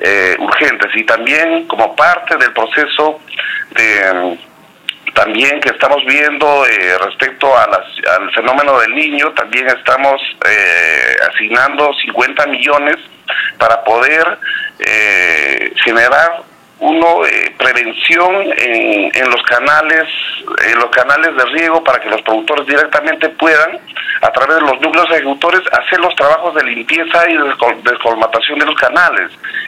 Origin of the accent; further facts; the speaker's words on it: Peru; Somos peruanos